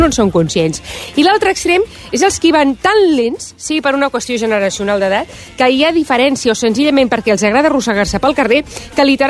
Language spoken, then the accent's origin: Catalan; Badalona, Catalonia, Spain; No, més a més, és que jo que sóc de Badalona